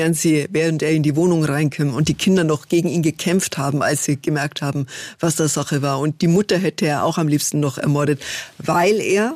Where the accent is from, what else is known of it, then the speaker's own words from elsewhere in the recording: Bavaria, Germany; moved away as an adult; Ich komme ja aus Niederbayern, aus einer Schreinerfamilie.